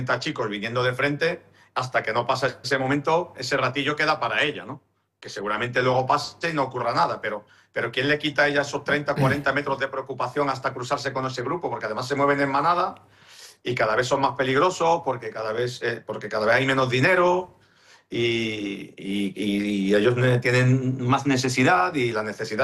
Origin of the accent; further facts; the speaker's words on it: Spain; born there; Yo soy español de origen, he nacido aquí.